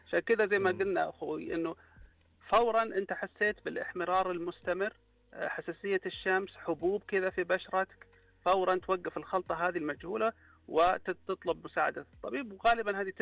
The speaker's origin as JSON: {"language": "Arabic", "country": "Saudi Arabia", "said": "عندنا في السعوديه"}